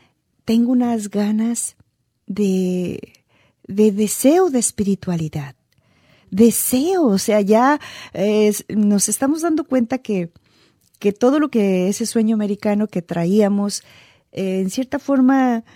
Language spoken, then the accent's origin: Spanish; Guatemala; now in United States; sea en Guatemala, en mi país de origen